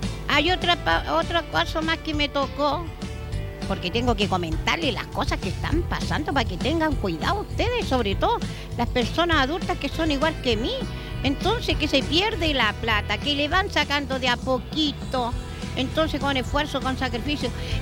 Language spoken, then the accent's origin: Spanish; Chile; siempre tengo que estar trabajando, poniéndole el hombro como buena chilena